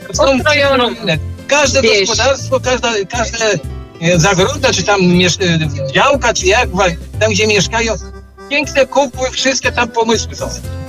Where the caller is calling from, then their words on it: Grudusk, Masovian Voivodeship, Poland; jesteśmy z Gruduska